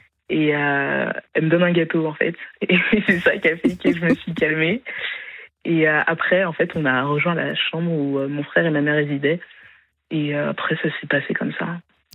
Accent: France; born there; also born or lived in Haiti; là, je suis en France

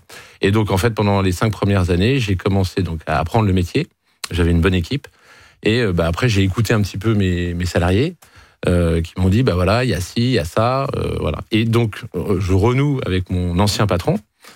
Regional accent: Normandy, France; moi, je suis natif de Normandie.

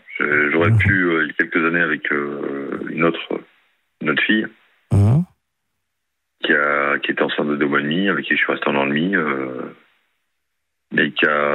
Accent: Pau, Nouvelle-Aquitaine, France; Sachant que moi je suis de Pau

